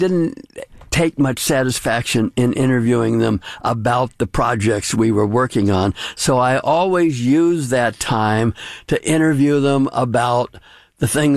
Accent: St. Louis, Missouri, United States; In brief, I grew up in St. Louis, grew up in Richmond Heights, but in the Clayton School District.

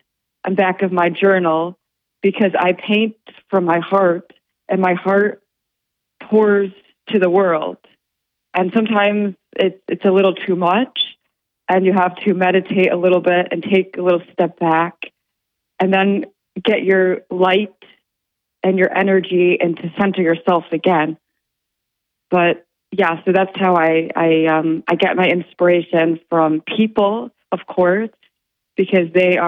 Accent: Binghamton, New York, United States; born there; I was born in Binghamton, New York, right here, and here in the Southern Tier. And then I went to Austria because my family, my grandmother is Austrian Polish. So I grew up in Austria and in Germany

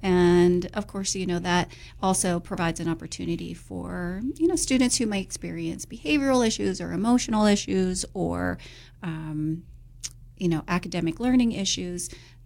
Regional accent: Pittsburgh, Pennsylvania, United States; Actually, I was born and raised in Pittsburgh, Pittsburgh, PA here, and grew up in a not so well-off area and a not-so-well-off family structure.

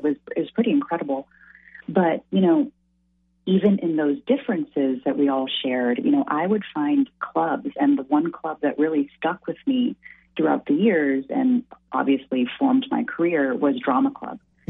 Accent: Houston, Texas, United States; I was mixed race. And I was growing up in Houston, Texas in 1999 with a Colombian immigrant mom and a Persian immigrant dad.

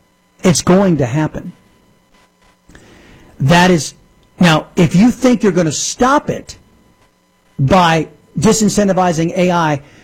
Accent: United States; we Americans

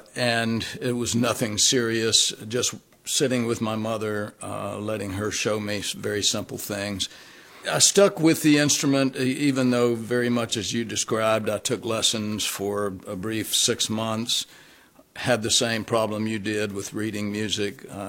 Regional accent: Alabama, United States; We grew up in Alabama, and I was the youngest of three children

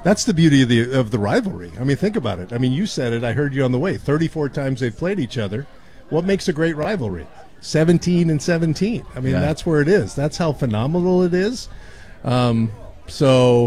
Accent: Linden, Michigan, United States; I'm from Linden, but they are green and gold, and I'm blue and white.

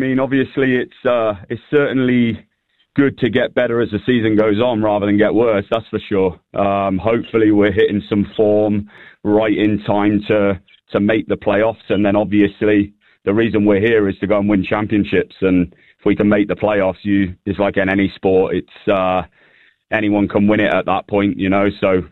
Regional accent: England, United Kingdom; now in Asheville, United States; I'm English

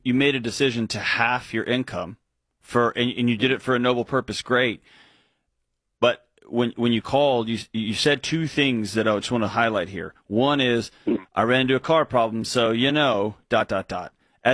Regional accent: Texas, United States; I like trucks. I do too. I'm from Texas also.

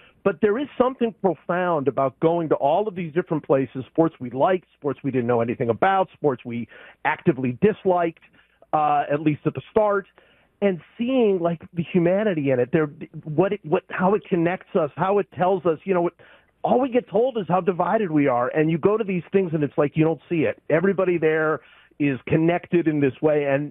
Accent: Cleveland, Ohio, United States; They are feeling the same feelings that I felt as a Cleveland fan growing up in Cleveland

